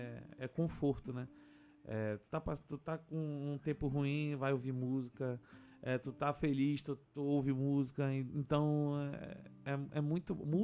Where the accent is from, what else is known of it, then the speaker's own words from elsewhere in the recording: Manaus, Amazonas, Brazil; moved away as an adult; now in Tabatinga, Brazil; Sou de Manaus, sou de Manaus.